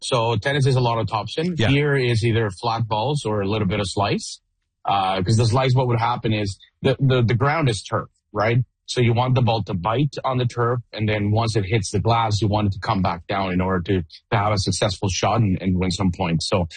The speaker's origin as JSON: {"language": "English", "country": "Mexico", "tie": "born or raised there", "moved": "as an adult", "lives_now": "Canada", "said": "So I was born and raised in Mexico. I was born in a tennis court in Mexico."}